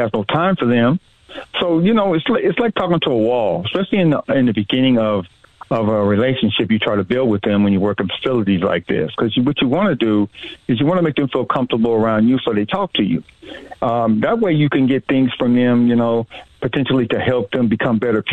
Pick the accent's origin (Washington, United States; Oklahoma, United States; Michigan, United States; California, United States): California, United States; Los Angeles; And I'm from South Central Los Angeles originally, so I grew up